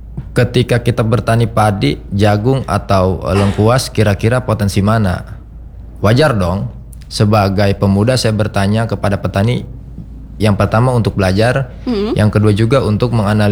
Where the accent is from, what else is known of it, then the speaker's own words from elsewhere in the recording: Banten, Indonesia; saya asli orang Kabupaten Lebak